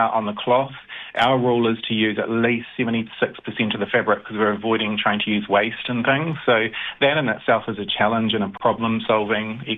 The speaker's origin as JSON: {"language": "English", "town": "Wanaka", "region": "Otago", "country": "New Zealand", "tie": "born or raised there", "also_born_or_lived": "Wellington", "moved": "as an adult", "said": "when I was growing up in Wanaka"}